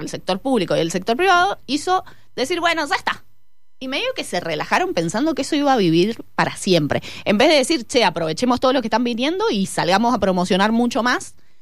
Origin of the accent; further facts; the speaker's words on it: Mendoza, Argentina; a mí como mendocina me preocupa